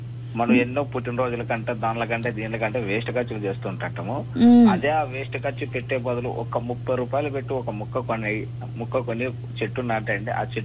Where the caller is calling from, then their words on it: Anantapur, Andhra Pradesh, India; నాది అనంతపురం నుండి మాట్లాడుతున్నాను మేడం. అనంతపురం జిల్లా సిండికేట్ నగర్